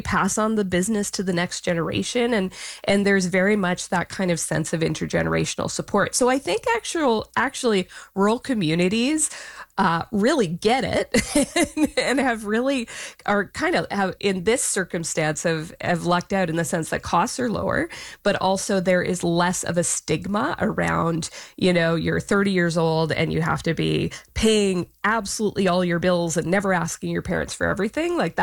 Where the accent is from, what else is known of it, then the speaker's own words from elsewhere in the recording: Saskatchewan, Canada; also born or lived in Yukon; Well, I grew up in rural Canada. I grew up in Saskatchewan and the Yukon. So even more, well, very, very north.